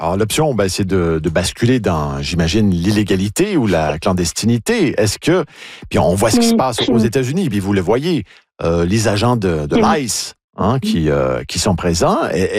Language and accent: French; Canada; est-ce que certains envisagent d'aller au nord, c'est-à-dire de se rendre chez nous, au Canada